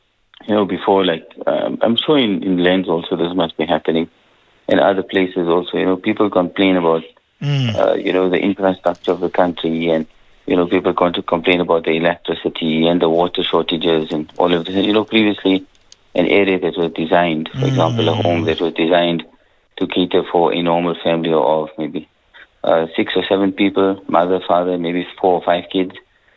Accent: South Africa; You're from so-and-so place, you'll be like, oh, I'm from South Africa.

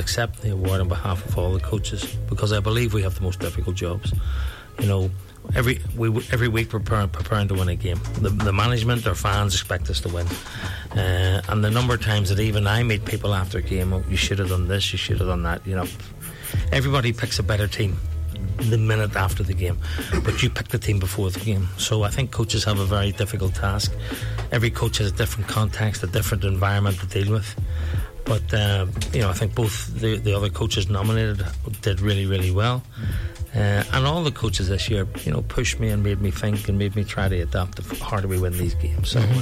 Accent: Ireland; moved away; Okay, I'm Irish

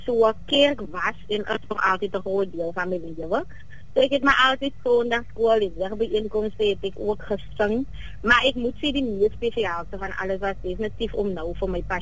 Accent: Albertinia, Western Cape, South Africa; born or raised there; also born or lived in George

